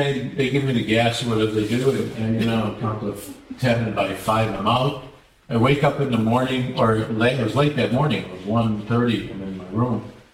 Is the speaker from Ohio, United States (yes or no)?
no; Detroit, Michigan, United States; I grew up in Detroit.